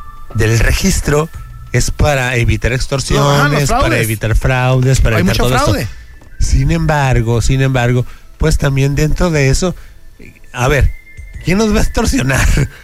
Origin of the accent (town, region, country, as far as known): Mexico